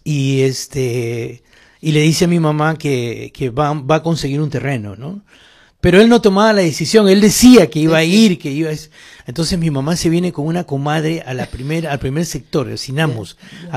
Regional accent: Lima, Peru; born there; desde el centro de Lima.

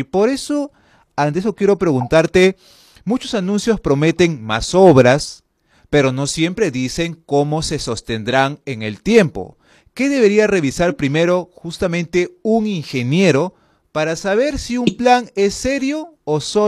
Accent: Peru; yo como votante, como peruano

